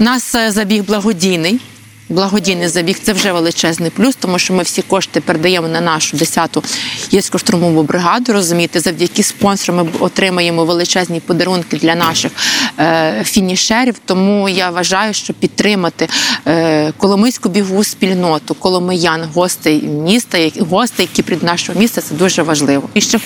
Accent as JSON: {"language": "Ukrainian", "town": "Kolomyia", "region": "Ivano-Frankivsk Oblast", "country": "Ukraine", "said": "Я закликаю коломиян бути небайдужими і цього дня вийти на вулиці нашого рідного міста."}